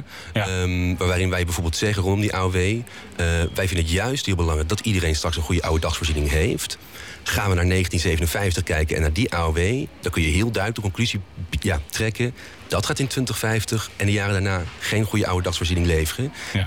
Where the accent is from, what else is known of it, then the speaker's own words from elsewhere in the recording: Heino, Overijssel, Netherlands; Ik kom uit Heino, heel mooi, klein dorp bij Zwolle.